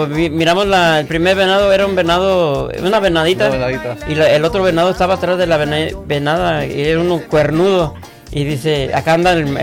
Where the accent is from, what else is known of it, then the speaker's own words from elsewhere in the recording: Unión de Guadalupe, Jalisco, Mexico; moved away; Yo soy de la Unión de Guadalupe.